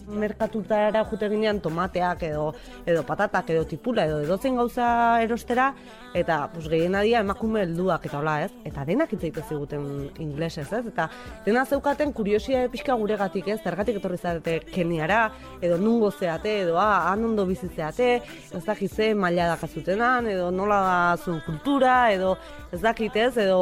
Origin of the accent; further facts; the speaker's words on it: Villabona, Basque Country, Spain; Luisa esan duen bezala Bilabonako gea bilok